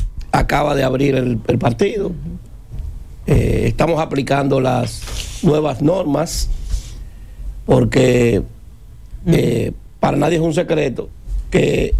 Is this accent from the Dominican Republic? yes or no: yes; Dominican Republic; now in Madrid, Spain; los dominicanos nos encontramos normalmente en los juegos deportivos